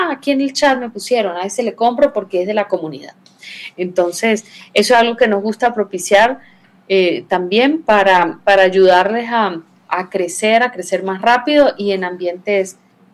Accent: Venezuela; moved away as an adult; also born or lived in Russia; now in Quito, Ecuador; en Rusia. Vivía ya 6 años y luego llegué al Ecuador. Yo soy venezolana, tengo en el Ecuador 17 años ya.

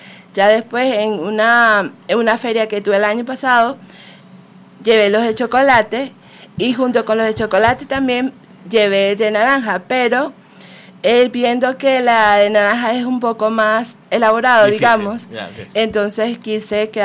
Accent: Venezuela; now in Guayaquil, Ecuador; Sí, yo soy venezolana.

